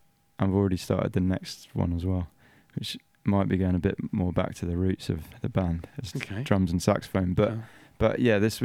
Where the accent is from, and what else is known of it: Crowborough, South East England, United Kingdom; now in Bristol, United Kingdom